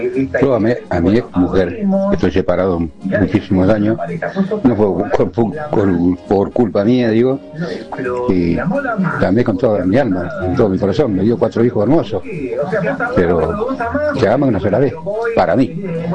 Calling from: Pilar, Buenos Aires Province, Argentina

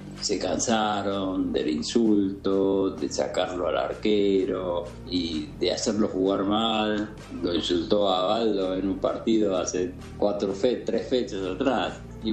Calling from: Luis Guillón, Buenos Aires Province, Argentina; de Luis Guillón.

